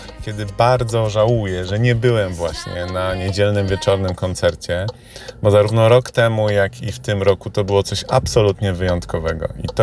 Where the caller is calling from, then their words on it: Opole, Opole Voivodeship, Poland; dzwonię z Opola